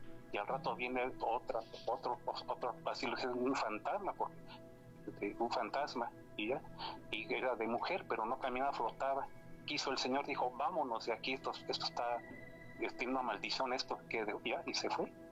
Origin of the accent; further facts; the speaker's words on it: Guadalajara, Jalisco, Mexico; A mí me pasó allá por mi tierra, yo soy de Guadalajara, allá en por los límites de La Piedad, de allá de Michoacán.